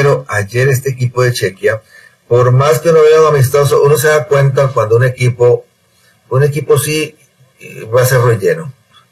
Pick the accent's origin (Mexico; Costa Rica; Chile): Costa Rica; si los ticos estamos mal en el fútbol